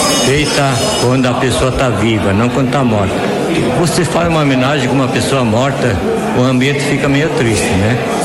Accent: Vista Alegre do Prata, Rio Grande do Sul, Brazil; also born or lived in Chapecó; Eu sou natural de Vista Alegre do Prata.

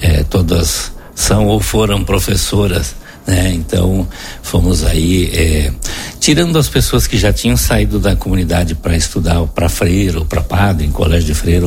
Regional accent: Camargo, Rio Grande do Sul, Brazil; ser marauense, e agora Camargo é município, então eu sou camarguense, né? No interior do Camargo tem a comunidade de Paraíso, e no interior da comunidade de Paraíso é de onde eu venho.

